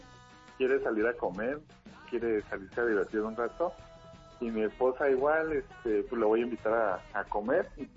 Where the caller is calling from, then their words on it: Tultitlán, State of Mexico, Mexico; Desde Tultitlán.